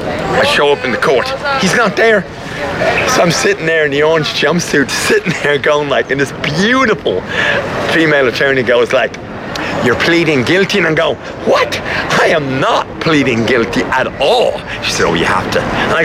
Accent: Ireland; Look, Your Honour, I'm an Irish citizen. For God's sakes, I mean, I've done nothing wrong.

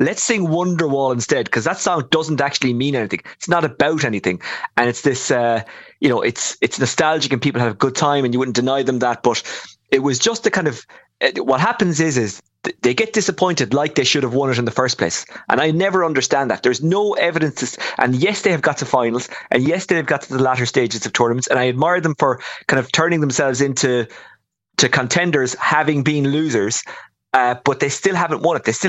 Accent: Waterford, Munster, Ireland; I'm from Waterford.

